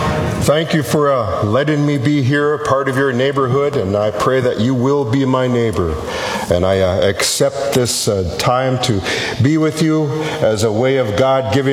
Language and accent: English; Minnesota, United States; now in Nome, United States; I grew up in Minnesota.